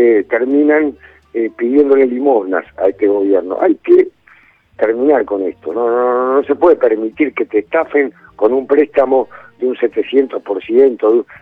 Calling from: Buenos Aires, Argentina; De Floresta.

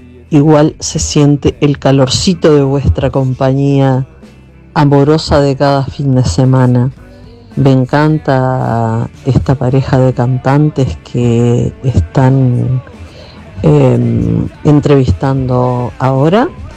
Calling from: San José de Mayo, San José, Uruguay; Los estoy escuchando, como siempre, desde San José de Mayo, Uruguay. Por acá hace mucho frío

